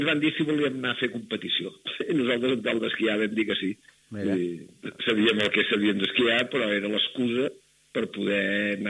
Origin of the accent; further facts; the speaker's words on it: Barcelona, Catalonia, Spain; Jo sóc fill de Barcelona